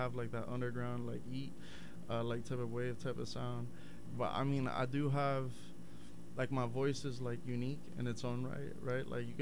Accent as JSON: {"language": "English", "town": "Miami", "region": "Florida", "country": "United States", "tie": "born or raised there", "also_born_or_lived": "Austin, Texas / St. Louis, Missouri", "moved": "as an adult", "lives_now": "Portland, United States", "said": "So I'm born and raised in Miami, Florida. I'm a Miami boy till I die. I moved out to Portland like 2.5, roughly like 3 years ago. I was living in Austin, Texas before that, too."}